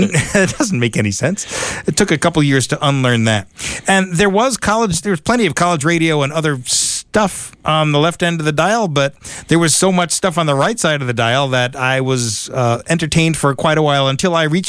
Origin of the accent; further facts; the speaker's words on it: New York City, New York, United States; I grew up in New York City, and the dial a lot more populated, but the playlist a lot more conservative.